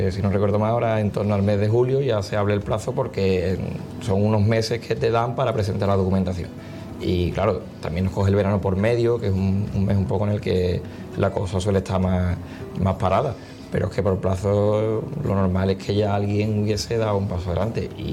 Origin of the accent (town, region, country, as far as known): Gelves, Andalusia, Spain